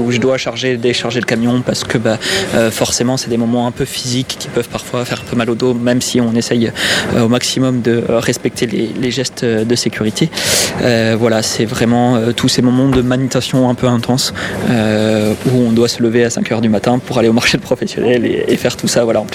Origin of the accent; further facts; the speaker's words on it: Nouvelle-Aquitaine, France; moved away as an adult; now in Toulouse, France; moi je viens de Gironde à la base, donc je connaissais pas hyper bien la région